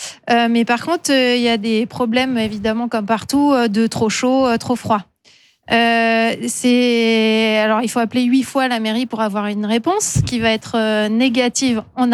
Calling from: Tours, Centre-Val de Loire, France; J'habite à Tours, donc il y a une mairie écolo-socialiste, mais... Et je suis dans un quartier aisé

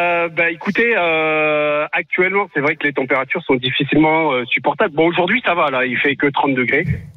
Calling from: Brittany, France; moi j'arrive à le vivre en tout cas, en tant que breton.

